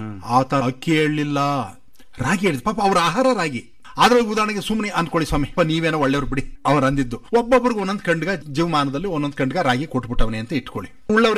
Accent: Mandya, Karnataka, India

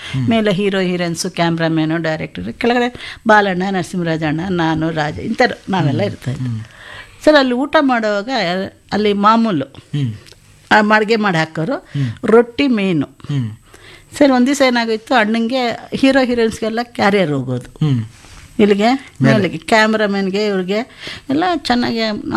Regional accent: Bangalore, Karnataka, India; moved away; also born or lived in Chennai; ನಾವು ಬ್ಯಾಂಗ್ಳೂರ್ನವರೇ ಸರ್. ನಮ್ಮ ಅಮ್ಮ ಕಣ್ಣೂರು, ಚಕ್ಕೂರ್ ಹತ್ರ ಕಣ್ಣೂರ್ ಅಂತ ಹಳ್ಳಿ ಅಂತೆ, ಗೊತ್ತಿಲ್ಲ ಅದು. ನಮ್ಮ ಅಪ್ಪಾಜಿ ಚಿಕ್ಕಮಂಗ್ಳೂರು.

